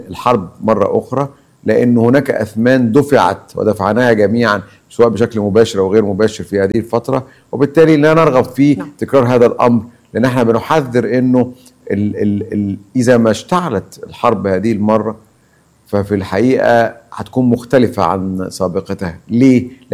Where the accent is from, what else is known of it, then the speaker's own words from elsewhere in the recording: Egypt; moved away as an adult; now in Lebanon; على قلوبنا كمصريين